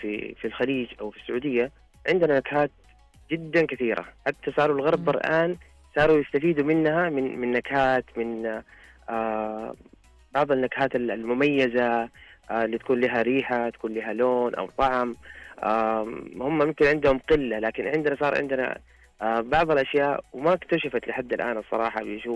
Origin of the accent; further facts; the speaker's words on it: Saudi Arabia; يعني بالعكس احنا هنا كسعوديين او شعب سعودي